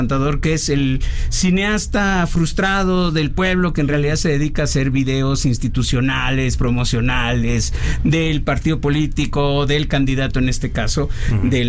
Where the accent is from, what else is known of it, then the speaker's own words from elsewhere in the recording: Colima, Mexico; Yo soy de Colima, a tus órdenes.